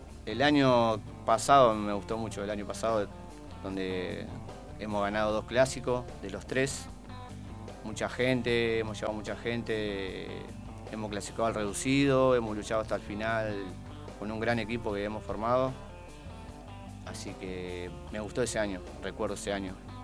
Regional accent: Capitán Bermúdez, Santa Fe, Argentina; born there; also born or lived in Fray Luis Beltrán; yo de chiquito arranqué en Capitán Bermúdez, en Villa El Prado.

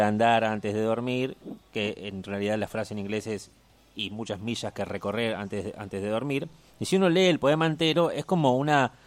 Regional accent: Argentina; yo soy de Argentina.

